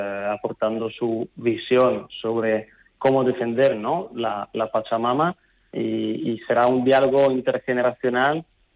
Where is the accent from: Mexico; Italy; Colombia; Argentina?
Italy; now in Spain; personalmente soy italiano